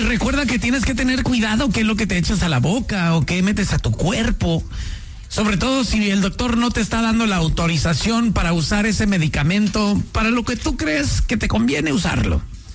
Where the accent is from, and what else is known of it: Mexico